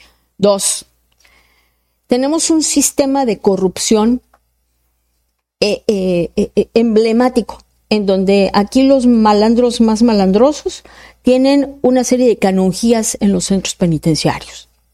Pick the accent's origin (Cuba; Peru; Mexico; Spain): Mexico; Entonces, como mexicana sí me gustaría a mí personalmente decir